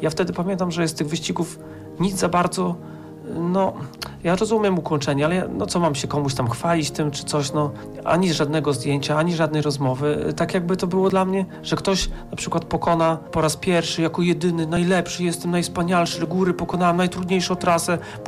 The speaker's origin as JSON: {"language": "Polish", "town": "Mońki", "region": "Podlaskie Voivodeship", "country": "Poland", "said": "jestem z Moniek, z takiej małej miejscowości"}